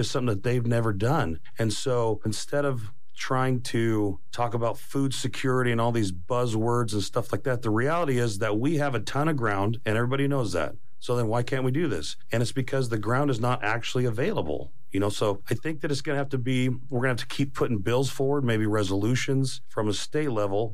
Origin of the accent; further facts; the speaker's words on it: Idaho, United States; moved away; Where I grew up in Idaho, we grazed on BLM ground, on state ground, on Forest Service